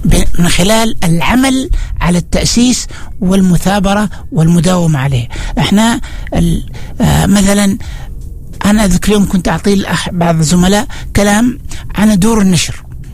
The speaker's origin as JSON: {"language": "Arabic", "country": "Oman", "said": "إحنا عندنا في عمان"}